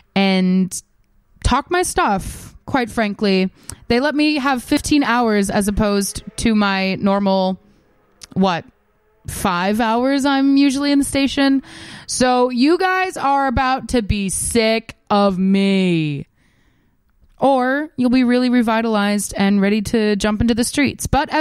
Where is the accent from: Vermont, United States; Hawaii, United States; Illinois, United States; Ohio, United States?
Hawaii, United States; I am Native Hawaiian, and I host a Native Hawaiian music show here on WNYU